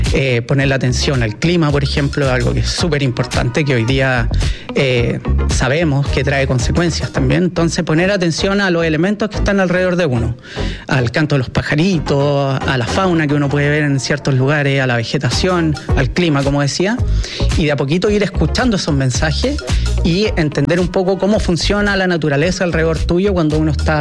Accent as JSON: {"language": "Spanish", "town": "Santiago", "region": "Santiago Metropolitan Region", "country": "Chile", "tie": "born or raised there", "said": "Yo vengo como de acá de Santiago originalmente"}